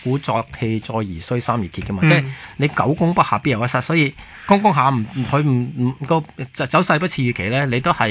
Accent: Hong Kong

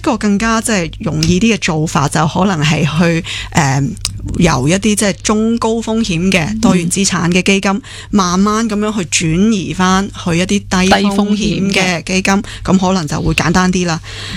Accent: Hong Kong; 我哋香港人

